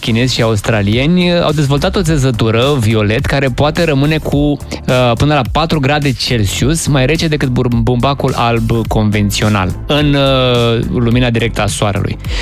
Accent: Romania; dacă noi suntem români

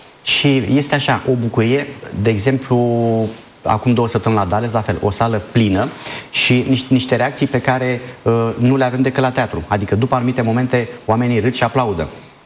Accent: Luminița, Tulcea County, Romania; Luminița, de unde sunt eu de fapt

